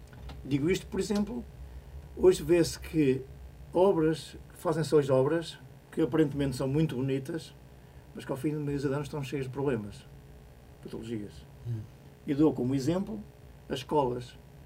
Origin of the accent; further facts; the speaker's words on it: Portugal; Tendo eu nascido e crescido na Serra, à beira-serra, gosto muito do mar.